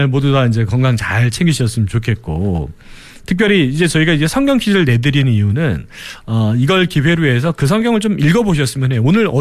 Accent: Chungcheong, South Korea; 제가 올 1월까지는 서울에서 방송을 했었고 이제는 우리 자랑스러운 저의 고향 충청도에서 여러분들과 함께하고 있습니다.

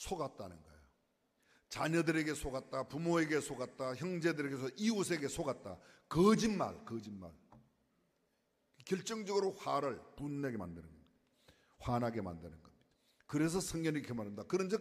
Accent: South Korea; 저도 한국 사람이지만요.

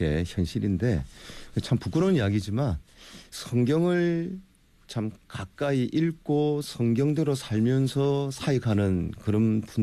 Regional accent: Busan, South Korea; also born or lived in Masan; 태어난 곳은 마산인데 삶의 어떤 뭐 그래서 생활을 끄는 부산이었다 보니까

